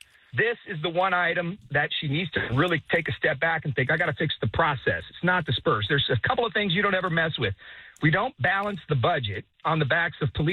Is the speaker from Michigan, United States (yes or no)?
no; San Antonio, Texas, United States; I'm from Marbach Road.